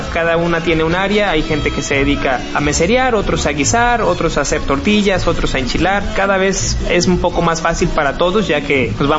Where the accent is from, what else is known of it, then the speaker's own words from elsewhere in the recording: Huejutla de Reyes, Hidalgo, Mexico; soy originario de Huejutla de Reyes, Hidalgo.